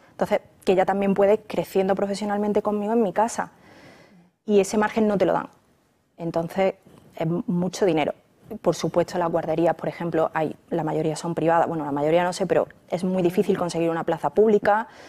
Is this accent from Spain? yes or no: yes; Córdoba, Andalusia, Spain; now in Madrid, Spain; soy de Córdoba, como han dicho, mi madre vive en Córdoba y trabaja